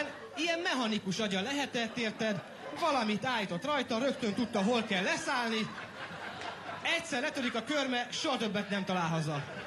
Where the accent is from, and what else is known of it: Hungary; born or raised there; moved away